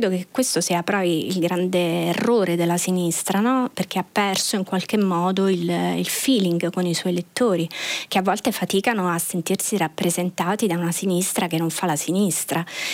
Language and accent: Italian; Abruzzo, Italy; accent: Abruzzese; per la mia pronuncia, perché magari, non so, viene fuori l'abruzzese che in me